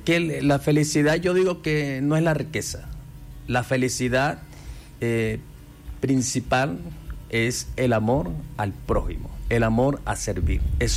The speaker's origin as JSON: {"language": "Spanish", "country": "Venezuela", "moved": "yes", "lives_now": "Guarne, Colombia", "said": "es una manera de uno sobrevivir aquí en Colombia hasta que llegue el momento de retornar a mi tierra llamada querida Venezuela."}